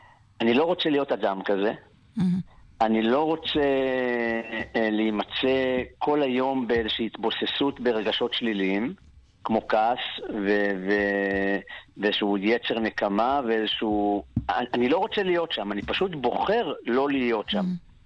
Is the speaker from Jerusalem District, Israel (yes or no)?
no; Be'eri, Southern District, Israel; גדלתי במקום כמו בערי, בדפוס בערי, שהיינו ארגון לומד.